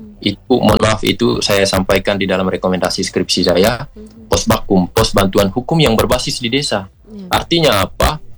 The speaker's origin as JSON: {"language": "Indonesian", "region": "East Nusa Tenggara", "country": "Indonesia", "said": "kita orang NTT"}